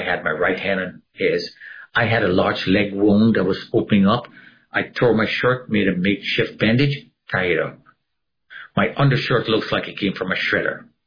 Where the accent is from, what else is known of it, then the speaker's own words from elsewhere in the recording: Canada; I was born and raised in Canada.